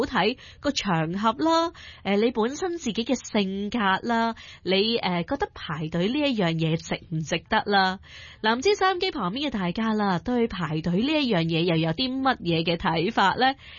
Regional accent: Hong Kong; 作为土生土长的香港人

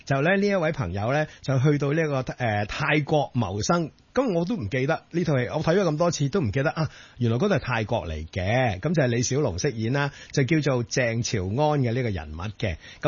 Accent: Hong Kong; 我記得我以前喺外國讀書嘅時候咧，一去到外國任何一個外國地方啊，啲人話你邊度嚟嘅？我香港。

